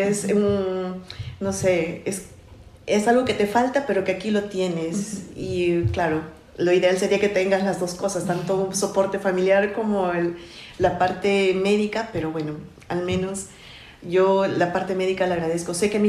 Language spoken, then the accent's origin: Spanish; Peru; moved away